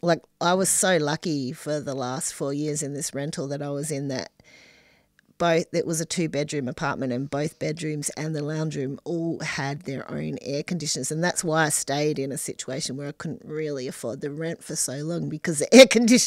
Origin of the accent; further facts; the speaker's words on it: Western Australia, Australia; Growing up in Western Australia, you have a more kind of serious approach to those really hot days, and especially the heat waves.